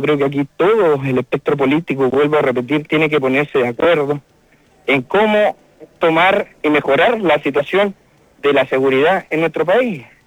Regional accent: Chile

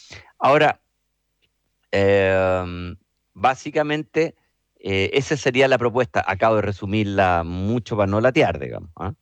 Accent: Chile; los 18 millones de personas que somos los chilenos, o cuántos seamos los chilenos.

